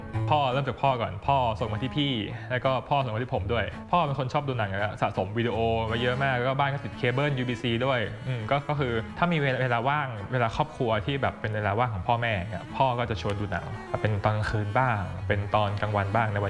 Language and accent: Thai; Lopburi, Thailand; ก็เป็นคนลพบุรีเลยครับเกิดที่ลพบุรีโตที่ลพบุรีเรียนที่ลพบุรีก็เรียกว่าคุ้นเคยผูกพันกับที่นี่เต็มๆเลย